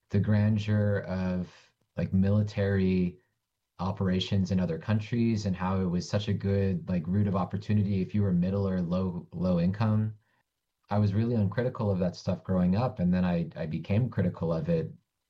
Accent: Rosamond, California, United States; also born or lived in San Pedro Sula, Honduras; I grew up in Rosemont, California, which is in the desert of the Antelope Valley, north of LA, like an hour and a half. I was born in San Pedro Sula in Honduras

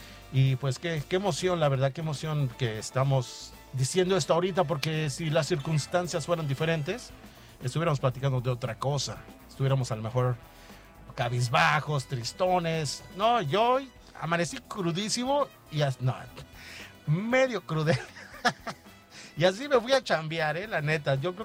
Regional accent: Mexico; nosotros como mexicanos lo disfrutamos.

